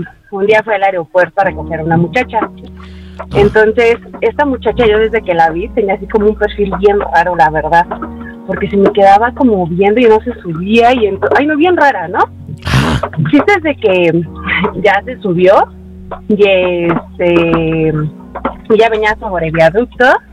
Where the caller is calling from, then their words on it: Mexico City, Mexico; De la Ciudad de México, de la colonia Álamos.